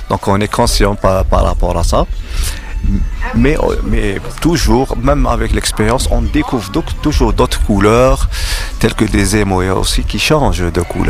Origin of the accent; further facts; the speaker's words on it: Algiers, Algiers Province, Algeria; je suis d'Alger, je représente l'Algérie.